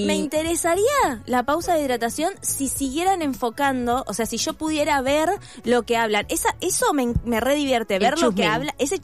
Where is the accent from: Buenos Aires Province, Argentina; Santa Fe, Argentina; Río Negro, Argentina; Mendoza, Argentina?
Buenos Aires Province, Argentina; Lanús; born there; yo soy nacida en Lanús, entonces hincho por Lanús y soy de River.